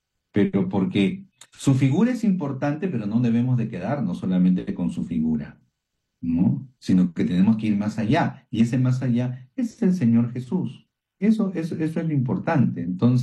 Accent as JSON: {"language": "Spanish", "country": "Peru", "said": "conoce lo cálidos que somos, porque los peruanos somos cálidos, ¿no?"}